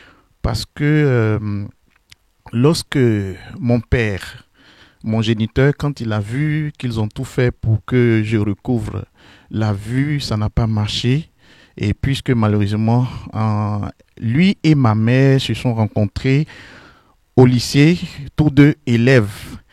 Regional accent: Songon, Abidjan, Côte d’Ivoire; Je voudrais préciser que je suis originaire de Songon Kassamblé, donc ce qui veut dire que je suis de la paroisse Saint-Luc des Cités, Saint-Luc de Songon Kassamblé et les Cités.

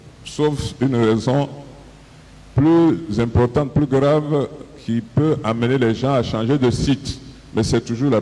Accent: Jacquesville, Lagunes, Côte d’Ivoire; Je viens de Jacquesville, de la région de Jacquesville, de mon village même.

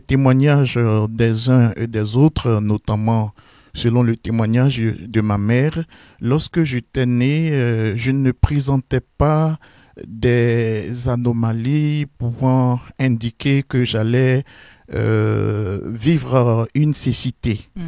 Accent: Songon, Abidjan, Côte d’Ivoire; Je voudrais préciser que je suis originaire de Songon Kassamblé, donc ce qui veut dire que je suis de la paroisse Saint-Luc des Cités, Saint-Luc de Songon Kassamblé et les Cités.

